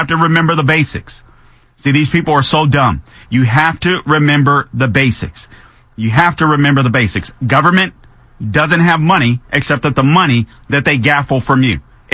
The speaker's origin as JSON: {"language": "English", "region": "Florida", "country": "United States", "said": "You also have Congresswoman Maria Salazar in my home state of Florida in the Miami area"}